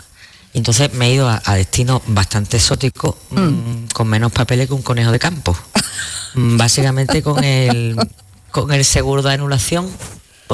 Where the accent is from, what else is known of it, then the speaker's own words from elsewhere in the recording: Spain; nosotros tenemos como españoles